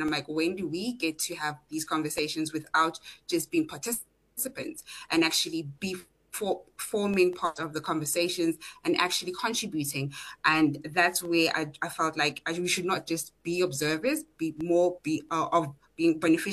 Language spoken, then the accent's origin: English; South Africa; as much as I'm a South African